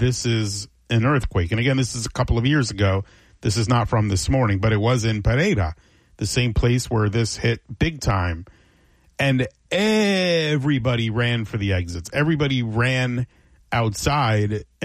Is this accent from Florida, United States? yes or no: yes; Miami, Florida, United States; Now, I'm from Miami. I'm not used to earthquakes.